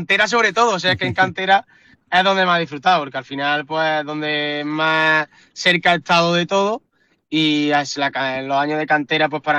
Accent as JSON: {"language": "Spanish", "town": "Montilla", "region": "Andalusia", "country": "Spain", "tie": "born or raised there", "said": "Los años en Montilla, que para mí jugar en mi pueblo y ganar con mi pueblo ha sido algo brutal."}